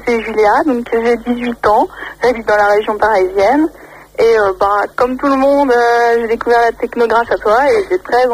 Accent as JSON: {"language": "French", "country": "Brazil", "said": "Alors, je suis brésilienne."}